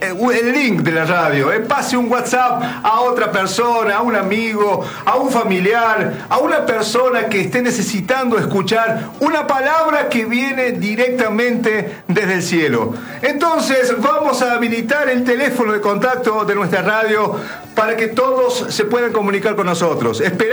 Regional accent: Córdoba, Argentina

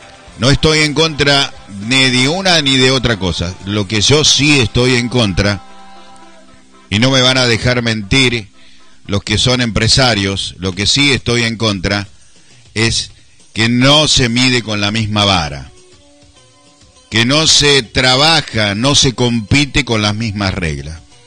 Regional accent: Argentina; nosotros como argentinos decimos

